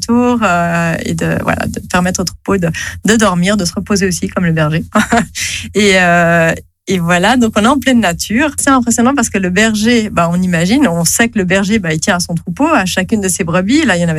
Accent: Geneva, Switzerland

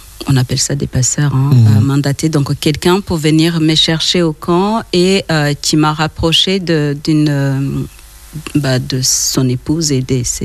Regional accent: Rwanda

